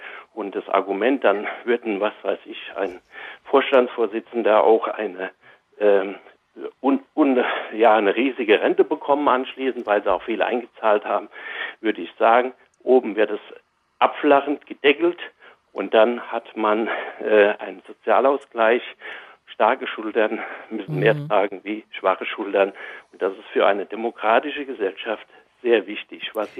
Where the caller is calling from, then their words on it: Taunusstein, Hesse, Germany; Ja, hallo Frau Krüger, ich bin aus Taunusstein. Der Kollege hat den Taunus vergessen.